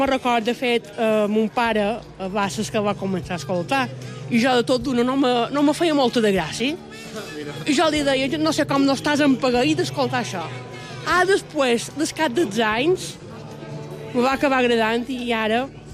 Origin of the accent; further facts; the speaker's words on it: Bunyola, Balearic Islands, Spain; No, jo som de Bunyola.